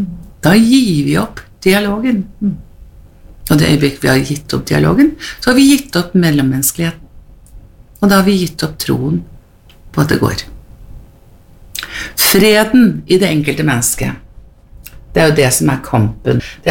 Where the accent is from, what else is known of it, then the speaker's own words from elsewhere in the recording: Heggedal, Akershus, Norway; de opplevde jeg som 2-, 3-, 4- og 5-åring foran radioapparatet hjemme på Heggedal. Og alt dette her, det ble en slags felles referanser for oss som vokste opp den gangen.